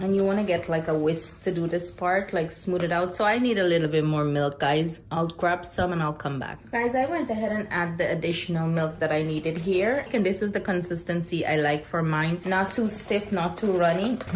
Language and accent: English; Guyana; now in United States; in Guyana, we used to say dosa or chota roti.